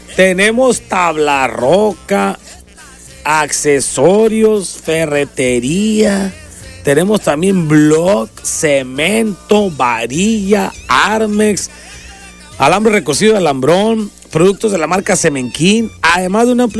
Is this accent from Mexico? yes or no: yes; Mexico